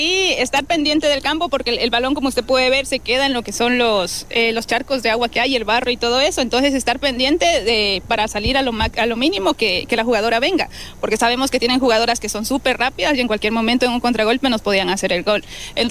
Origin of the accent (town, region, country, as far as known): Lago Agrio, Sucumbíos, Ecuador